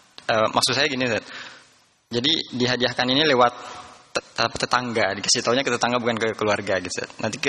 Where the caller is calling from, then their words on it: Depok, West Java, Indonesia; saya dari Depok.